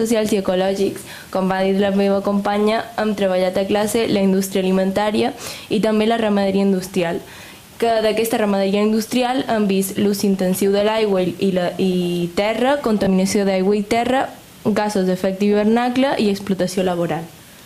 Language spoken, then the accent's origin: Catalan; Uruguay; now in Spain; jo som d'Uruguai i bueno, d'aquí, però la meva família és de Sud-amèrica